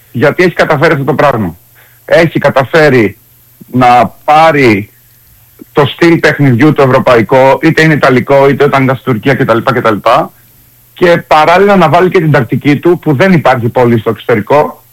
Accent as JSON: {"language": "Greek", "country": "Greece", "also_born_or_lived": "Italy", "moved": "as an adult"}